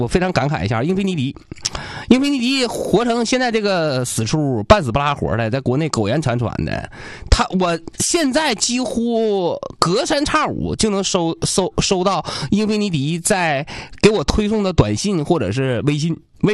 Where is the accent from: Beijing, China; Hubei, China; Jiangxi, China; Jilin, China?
Jilin, China; Liaoyuan; 辽源人啊，作为辽源人，希望我的家乡越来越好